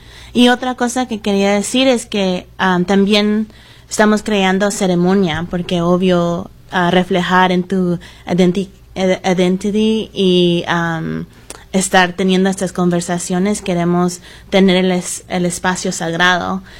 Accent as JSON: {"language": "Spanish", "country": "El Salvador", "lives_now": "Washington, United States", "said": "siendo americano y también alguien que tiene el honor de otro país también, yo soy salvadoreña, siempre tiene el sentido de no soy de aquí, no soy de allá."}